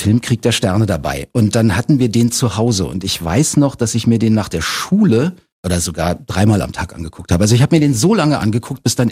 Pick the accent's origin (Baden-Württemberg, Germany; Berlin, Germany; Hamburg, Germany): Berlin, Germany; Und dass ich in diesem elften Stock, wo ich groß geworden bin, in diesem Hochhaus.